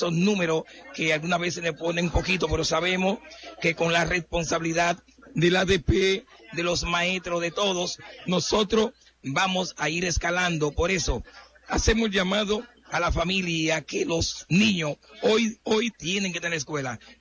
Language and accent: Spanish; Dominican Republic